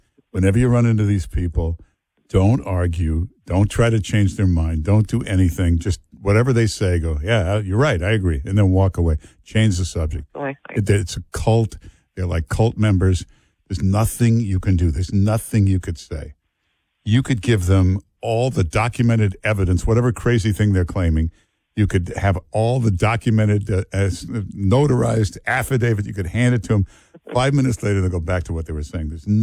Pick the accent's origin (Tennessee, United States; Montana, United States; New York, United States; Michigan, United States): Michigan, United States; Really? I'm from Michigan.